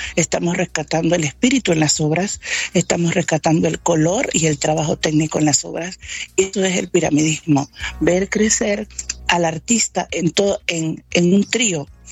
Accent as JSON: {"language": "Spanish", "country": "Panama", "said": "como soy de Panamá"}